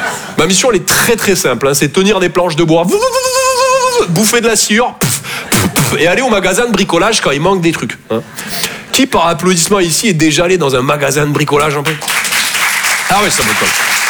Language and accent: French; Toulouse, Occitanie, France; moved away; Je viens de Toulouse, à la base. Ouais, ça s'entend un peu, ouais. Bah, mon accent, c'est vraiment comme mon sexe, je sors que quand je suis en confiance.